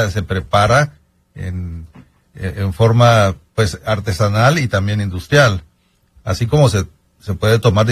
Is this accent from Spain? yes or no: no; Uruapan, Michoacán, Mexico; now in Guadalajara, Mexico; De Michoacán, sí, de Uruapan, Michoacán, y actualmente vivimos en Guadalajara.